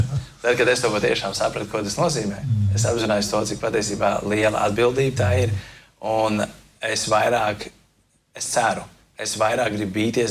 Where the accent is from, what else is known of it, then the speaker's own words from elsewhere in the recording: Liepāja, Kurzeme, Latvia; mēs no Liepājas mums katru gadu tā, kad kādi jaunieši beidz skolas, un tad viņi dodas uz Rīgu, piemēram.